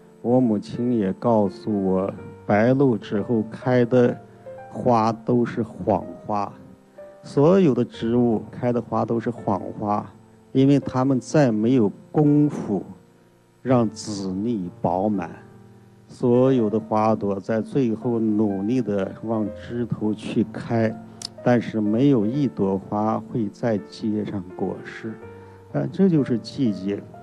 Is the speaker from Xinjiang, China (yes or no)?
yes; Xinjiang, China; first language Chinese; 我生活在一个多民族共居的边疆省份，每时每刻可能我的耳朵中都能听到数种语言在说话。我们那把懂两种语言的人叫有两个舌头的人，好在我只有一只舌头。在人类已有的语言中，我也仅懂汉语，